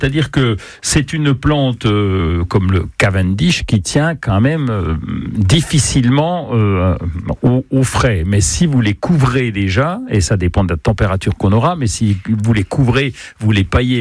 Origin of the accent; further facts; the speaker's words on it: Grand Est, France; chez nous en Lorraine